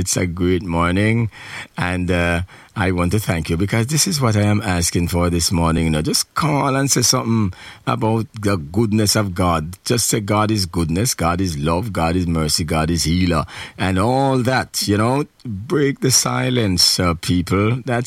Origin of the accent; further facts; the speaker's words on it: Hayes, Clarendon, Jamaica; I'm not from any bush. I'm from the rural city of Hayes in Clarendon, Jamaica, West Indies. Savannah District. I'm from Savannah District.